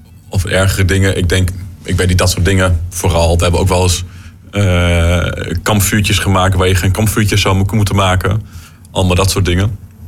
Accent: East Germany, Germany; Toen ik klein was nog in Oost-Duitsland... had ik een keer voor mijn 5e of 6e verjaardag... een fornuis gekregen

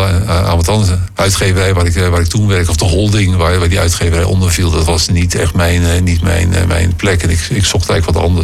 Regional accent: Zwijndrecht, South Holland, Netherlands; moved away; Geboren en opgegroeid in Zwijndrecht. Aan de andere kant van de rivier.

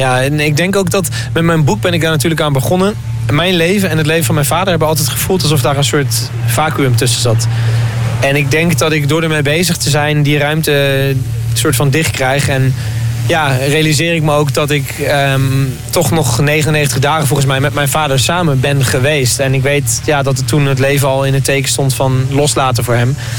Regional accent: Groningen, Netherlands; Want toen ik jong was, dacht ik echt, moet ik hier in Groningen?

